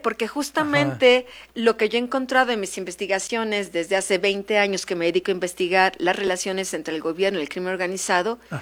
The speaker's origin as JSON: {"language": "Spanish", "country": "Mexico", "said": "y nosotros como mexicanos las mirábamos porque son las madres buscadoras"}